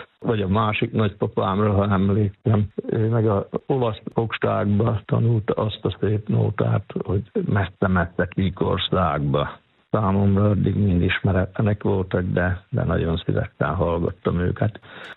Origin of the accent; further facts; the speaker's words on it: Pápasalamon, Veszprém County, Hungary; Pápa Salamonból származom, ez egy nagyon csodálatos kis ékszerdobot, pápa és a Somló egy közti területen van pápától 14 kilométerre.